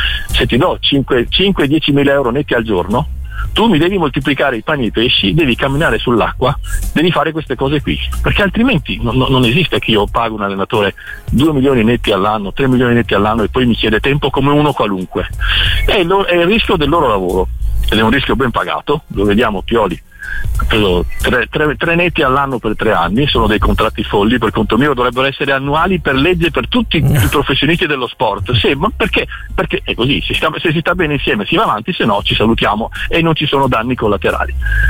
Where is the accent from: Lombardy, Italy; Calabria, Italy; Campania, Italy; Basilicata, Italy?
Calabria, Italy; Catanzaro; born there; Io sono nato a Catanzaro, ma non ho mai vissuto a Catanzaro.